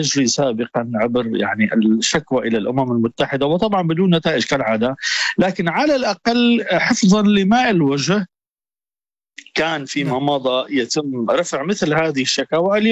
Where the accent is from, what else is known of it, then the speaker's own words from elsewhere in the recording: Syria; أنا كسوري